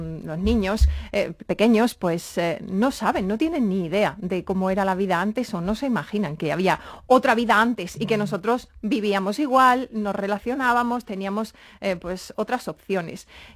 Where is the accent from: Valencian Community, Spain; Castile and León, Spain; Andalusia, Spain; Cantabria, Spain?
Andalusia, Spain; Úbeda; es que como yo soy de Úbeda, son los 8 kilómetros que lo separan.